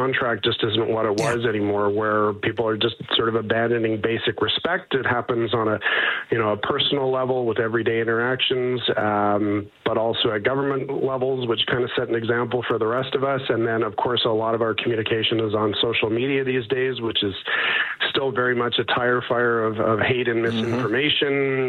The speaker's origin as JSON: {"language": "English", "region": "Alberta", "country": "Canada", "said": "I am a Canadian. I am an Albertan. I consider those identities indistinguishable."}